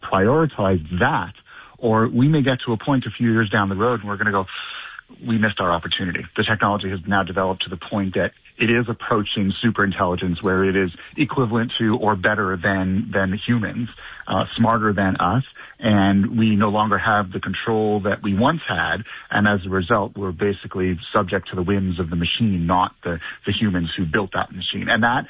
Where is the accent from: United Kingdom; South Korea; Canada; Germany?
Canada; As a Canadian, that's just unacceptable.